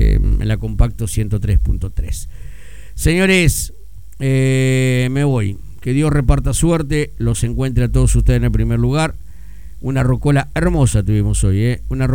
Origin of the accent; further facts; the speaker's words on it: Argentina; algo que nos interese a nosotros como argentinos.